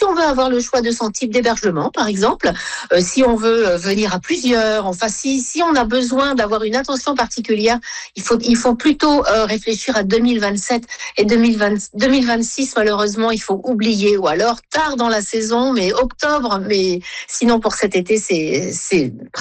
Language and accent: French; St. Pierre & Miquelon; accent: Saint-Pierre-et-Miquelon accent; Mais malgré tout, on est la France. Vous entendez mon accent, qui est assez différent du vôtre. Et c'est celui qui est parlé ici dans l'archipel.